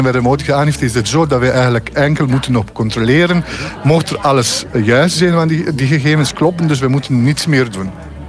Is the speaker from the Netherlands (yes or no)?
no; Bosnia & Herzegovina; Dutch is a second language; moved away as an adult; now in Belgium; Het is een verhaal die eigenlijk 12 jaar geleden begonnen is. Ik ben vanuit Bosnië naar België gekomen, hier door de liefde. Nadien heb ik hier gestudeerd